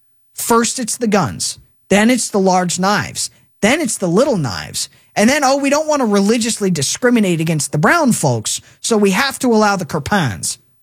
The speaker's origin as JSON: {"language": "English", "country": "United States", "said": "I'm an American in the greatest city, in the greatest state, in the greatest country on this earth."}